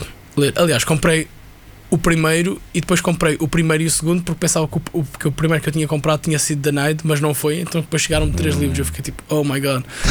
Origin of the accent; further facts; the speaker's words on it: Algarve, Portugal; Eu cresci no Algarve